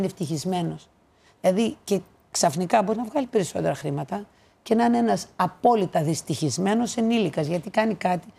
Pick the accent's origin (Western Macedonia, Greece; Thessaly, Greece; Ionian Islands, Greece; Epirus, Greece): Western Macedonia, Greece; Trypotamos; also born or lived in Germany; Τρυπόταμο της Φλόρινας σε ένα χωριό 300 ανθρώπων, mm. που δεν έχει τον ήλιο μοίρα, είπαμε, η Πινέζ όταν έμπαινε στο χάρτη, χανόταν το χωριό μου.